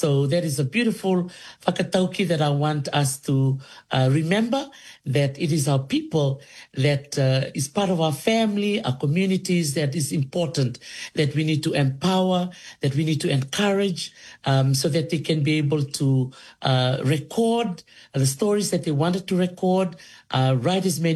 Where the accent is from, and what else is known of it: Colo-i-Suva, Central Division, Fiji; born or raised there; also born or lived in Kadavu